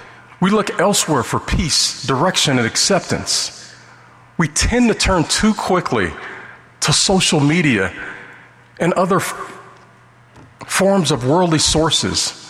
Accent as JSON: {"language": "English", "town": "Las Vegas", "region": "Nevada", "country": "United States", "tie": "born or raised there"}